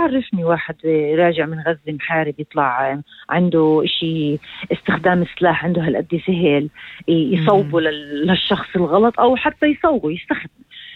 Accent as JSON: {"language": "Arabic", "country": "Palestine", "said": "هذا الشعور لدينا أوكي كطلاب كمحاضرين كفلسطينيين"}